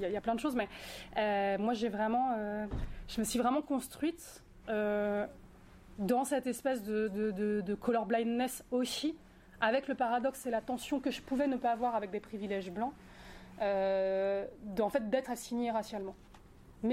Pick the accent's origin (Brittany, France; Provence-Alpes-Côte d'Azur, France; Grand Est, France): Brittany, France; born or raised there